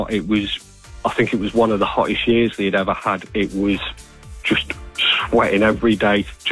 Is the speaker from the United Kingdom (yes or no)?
yes; Manchester, North West England, United Kingdom; I'm from Manchester.